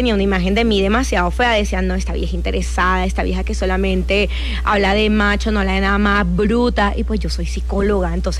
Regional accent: Barranquilla, Atlántico, Colombia; also born or lived in La Guajira; Yo soy de toda la costa. Yo nací en La Guajira, por allá cerca de Punta Gallina, y me terminé de criar en Barranquilla.

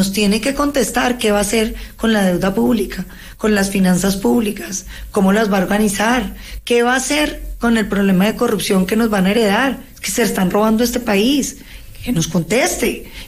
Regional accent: Popayán, Cauca, Colombia; Yo crecí en Popayán, Darcy. Yo crecí en Popayán. Mis amigas son de Popayán. Pasé mi adolescencia en Popayán.

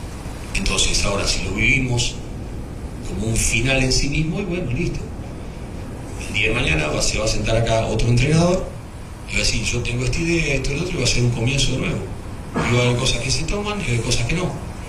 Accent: Paraguay; Sin que eso signifique perder de vista que somos paraguayos.

